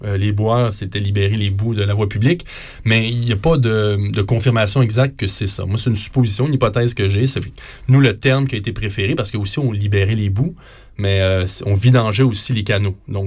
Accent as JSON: {"language": "French", "region": "Quebec", "country": "Canada"}